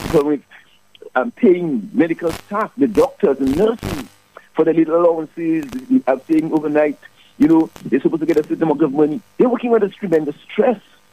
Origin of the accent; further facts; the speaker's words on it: Colihaut, Dominica; from Lacusette and Charlotteville, born and bred.